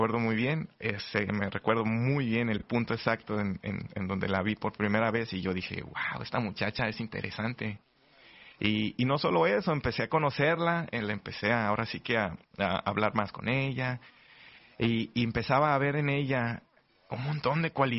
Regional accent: Tequila, Jalisco, Mexico; moved away as an adult; nos fuimos a casar a mi pueblo natal, Tequila, Jalisco.

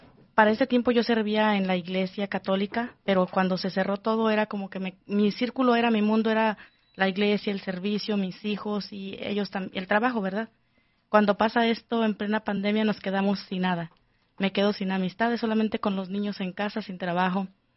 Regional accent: Zacatecas, Mexico; Yo soy de Zacatecas, México, y él es de Colima.

